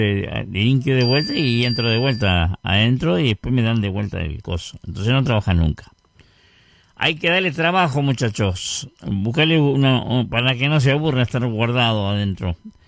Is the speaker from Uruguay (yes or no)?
yes; Uruguay; Yo confío en nuestro país, por supuesto, soy uruguayo, ¿no?